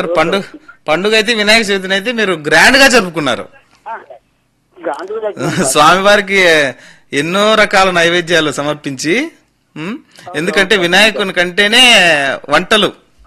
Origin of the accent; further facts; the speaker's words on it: Chennampalli, Andhra Pradesh, India; మా స్వగ్రామం ఇక్కడే అండి, పక్కనే చెన్నంపల్లి గ్రామం, అది అనంతపురం దగ్గర ఉంటుంది.